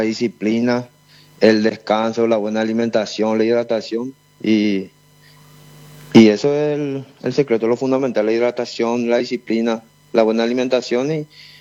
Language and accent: Spanish; Valenzuela, Cordillera, Paraguay; now in Paraguarí, Paraguay; yo soy de Valenzuela, oriundo de Valenzuela, cordillera.